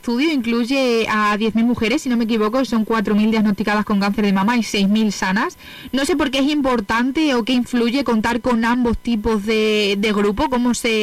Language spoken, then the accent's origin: Spanish; Extremadura, Spain; que para nosotros como mujeres extremeñas y para la comunidad extremeña, ¿qué supone participar en este proyecto